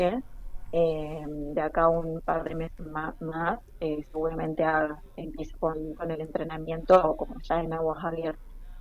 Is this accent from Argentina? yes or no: yes; Caleta Olivia, Santa Cruz, Argentina; born there; Mis papás no, yo y mis hermanos sí, nacimos todos en Caleta, mis papás son de Santiago del Estero y de Córdoba